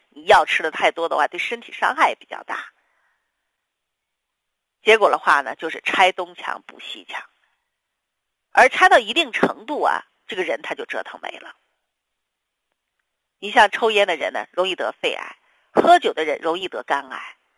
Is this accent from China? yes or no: yes; China; 我们中国人